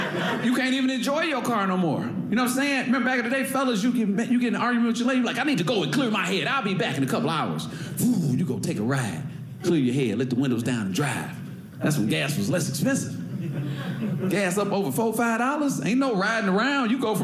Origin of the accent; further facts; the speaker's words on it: Detroit, Michigan, United States; I'm from Michigan, Detroit.